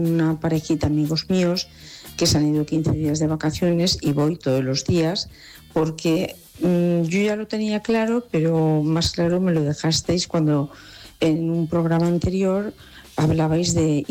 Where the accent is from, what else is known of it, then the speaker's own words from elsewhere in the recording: Valencia, Valencian Community, Spain; soy de Valencia.